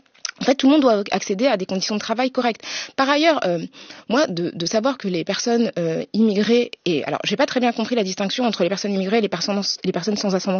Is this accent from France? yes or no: yes; France; Nous, on a ce confort moral quand même en tant que Français